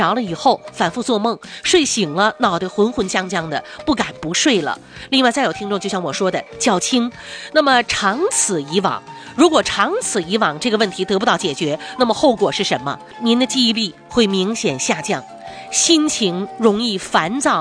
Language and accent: Chinese; Northeast China, China; 咱们东北人